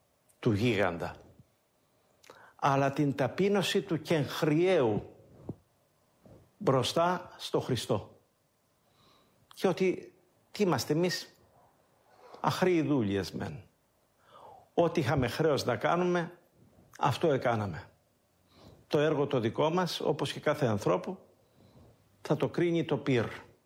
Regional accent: Crete, Greece; όπως το λένε στο χωριό μου στην Κρήτη

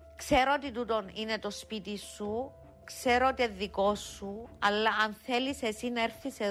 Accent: Trachoni, Nicosia District, Cyprus; born there; moved away; Οι Τουρκοκύπροι που μένουν στο χωριό μου, στο Τραχώνι Κυθρέας

